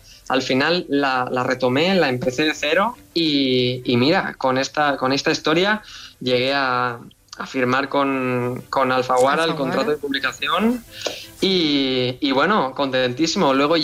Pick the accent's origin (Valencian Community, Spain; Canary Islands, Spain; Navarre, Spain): Valencian Community, Spain; Tavernes de la Valldigna; ambientado en Tabernas de la Valldigna, en mi pueblo de Valencia